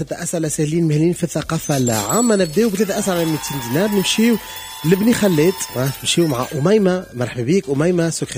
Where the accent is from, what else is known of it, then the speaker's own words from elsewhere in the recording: Tunisia; ما يمثلناش احنا كتوينسة